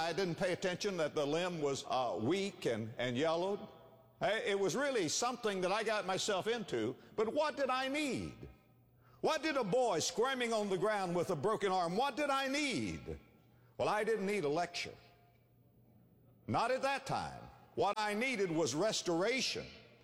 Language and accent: English; West Palm Beach, Florida, United States; I was raised in West Palm Beach, Florida. One of the things that we loved to do in the wintertime, my brother and I, was to collect coconuts and sell them to the Yankees.